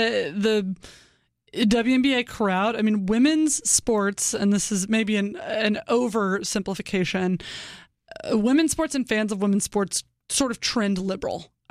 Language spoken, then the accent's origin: English; Oklahoma City, Oklahoma, United States; I know him as Innis Kanter from his days playing with the Oklahoma City Thunder in my hometown.